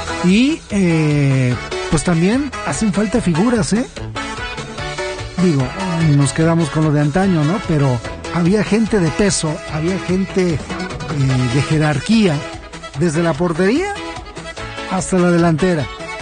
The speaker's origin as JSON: {"language": "Spanish", "country": "Mexico"}